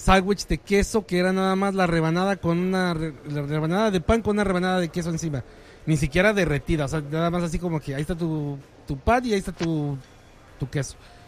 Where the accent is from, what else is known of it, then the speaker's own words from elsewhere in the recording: Mexico; Lo que sí extrañaba como buen mexicano era mi salsita, la tortilla y el frijol.